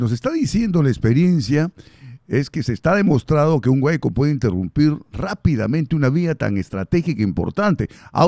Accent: Arequipa, Peru; Usted es arequipeño, soy arequipeño también

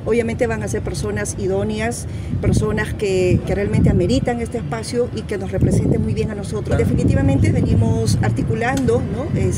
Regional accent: Chumbivilcas, Cusco, Peru; Yo vengo desde la región del Cusco, de una de las provincias altas de Chumivilcas, y justo acabamos de llegar el día de hoy.

